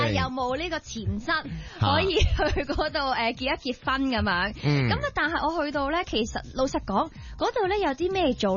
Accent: Hong Kong; 我哋香港人當然就唔會咁做啦

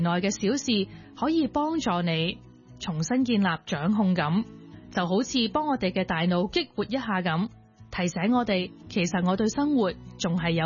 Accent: Hong Kong; 咁同好多代我哋香港人嗰种顶硬上啦

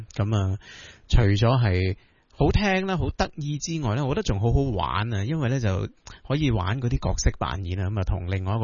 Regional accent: Guangdong, China; accent: Cantonese; 里边嘅歌词咧好多都系我哋广东话嘅口语嚟嘅。

